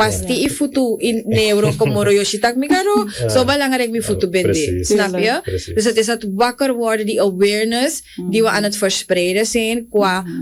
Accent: Suriname; Want het is heel belangrijk dat wij als Surinamers ons cultuurerfgoed gaan vastleggen.

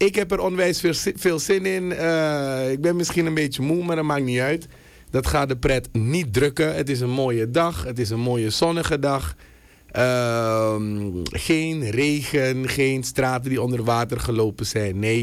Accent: Suriname; hoe gaan wij als Surinamers om met feedback?

